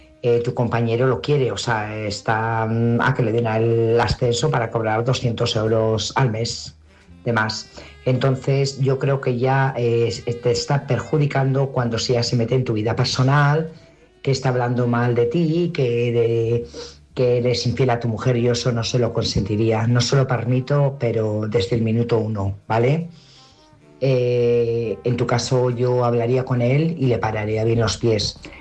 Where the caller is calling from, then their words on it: Burgos, Castile and León, Spain; corresponsal de Burgos.